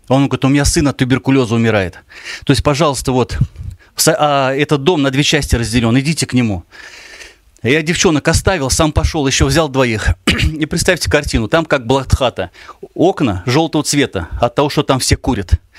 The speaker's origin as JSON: {"language": "Russian", "town": "Penza", "region": "Penza Oblast", "country": "Russia", "said": "Я говорю, ну, из какой? Мы из Пензы приехали."}